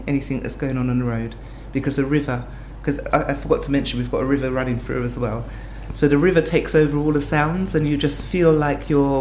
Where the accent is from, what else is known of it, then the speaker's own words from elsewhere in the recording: England, United Kingdom; moved away; I'm from England